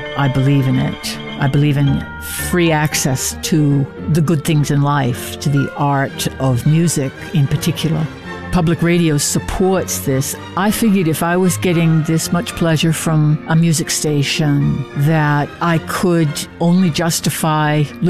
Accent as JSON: {"language": "English", "town": "Rhinebeck", "region": "New York", "country": "United States", "said": "I'm from Rhinebeck, New York."}